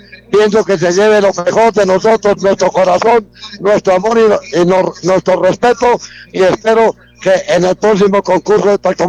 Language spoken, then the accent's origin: Spanish; Samacá, Boyacá, Colombia; Yo soy de Samacá y soy de la emisora